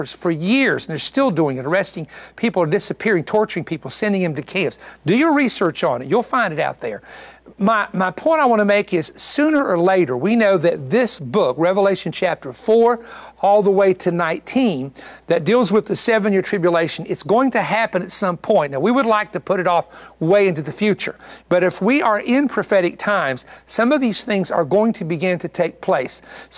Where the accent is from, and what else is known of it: United States